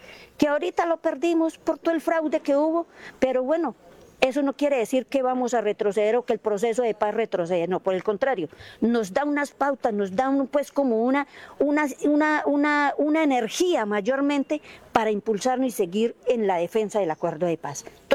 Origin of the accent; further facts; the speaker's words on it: Colombia; como colombiana, como ciudadana